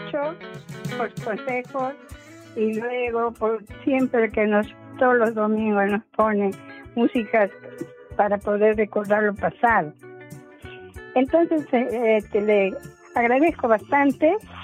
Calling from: Tarapoto, San Martín, Peru; Aquí en San Martín, ¿no? Aquí en Tarapoto

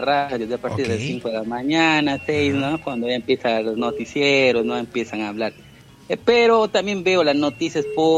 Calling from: Tarapoto, San Martín, Peru; Les escucho desde el barrio Partido Alto, desde Quirón Atahualpa, cuadra 2.

